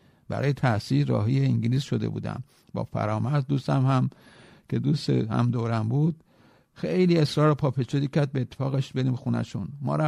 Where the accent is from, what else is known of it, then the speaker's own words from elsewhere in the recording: Tehran, Tehran Province, Iran; من بچه چهارای مولوی هم جنوب شهر و اون سینمای تمدن هم معبد عشق دوران کودکیم. بزرگ شده محلی که دورورش سرا نایبلی و گذر لوتی سالو و باقلچی و چارس و چوبی و گود زنبورشگونه